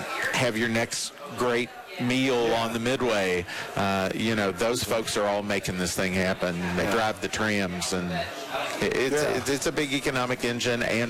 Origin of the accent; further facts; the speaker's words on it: Kentucky, United States; I'm a native Kentuckian